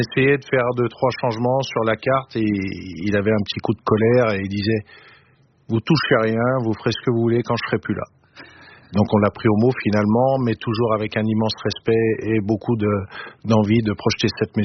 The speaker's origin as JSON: {"language": "French", "town": "Lyon", "region": "Auvergne-Rhône-Alpes", "country": "France", "said": "Moi, je suis lyonnais. Il était impensable pour moi d'avoir ce restaurant sans quenelles sur table."}